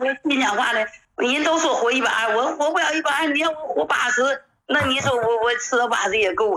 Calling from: Fushun, Liaoning, China; 我是来自辽宁抚顺的。

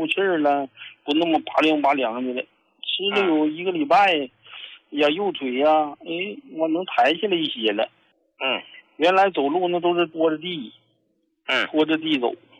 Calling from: Harbin, Heilongjiang, China; 哎，胡老师，我是哈尔滨的朋友。

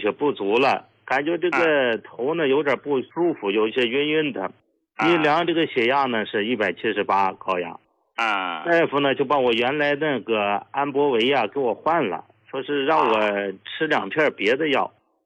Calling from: Liaoning, China; 我家是辽宁的，我今年呢也都68岁了。

